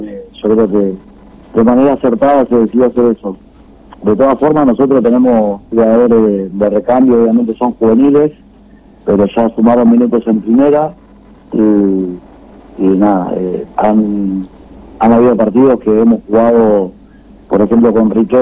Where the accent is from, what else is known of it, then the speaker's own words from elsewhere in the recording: Rosario, Santa Fe, Argentina; moved away; also born or lived in Río Gallegos; yo estuve casi 3 años en Río Gallegos. Yo soy de Rosario, Santa Fe.